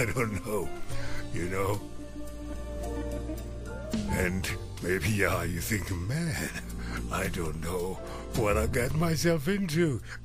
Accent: South Africa

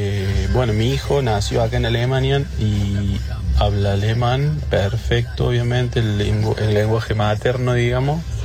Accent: Córdoba, Argentina; Yo soy cordobés, así que...

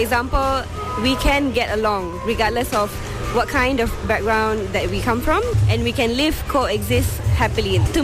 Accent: Malaysia; I've always been grateful being a Malaysian.

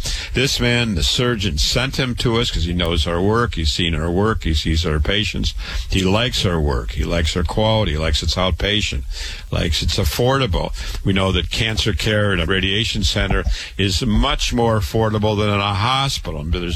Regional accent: Waterloo, Iowa, United States; born or raised there

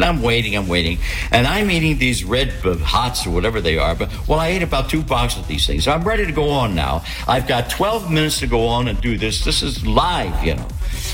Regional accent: Philadelphia, Pennsylvania, United States; she thinks of a kid that I grew up with in South Philly, a lot of Italian kids

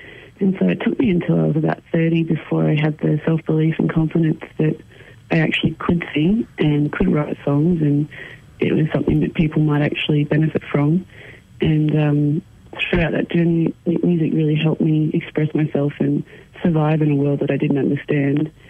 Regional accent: Metung, Victoria, Australia; Meetung, it's a water lake district in East Gippsland in Victoria.

